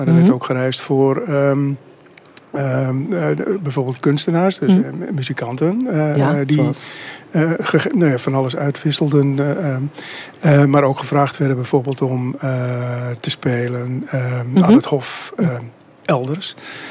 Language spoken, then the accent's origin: Dutch; Culemborg, Gelderland, Netherlands; ik kom uit Culemborg.